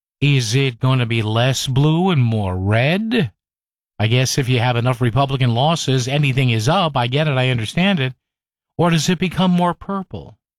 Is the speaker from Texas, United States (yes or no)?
no; Wallingford, Connecticut, United States; in Wallingford, my hometown